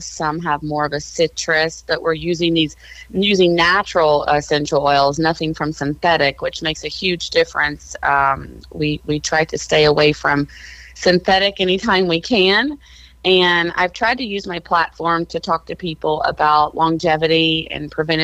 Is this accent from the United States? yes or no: yes; Muhlenberg County, Kentucky, United States; my hometown of Muhlenberg County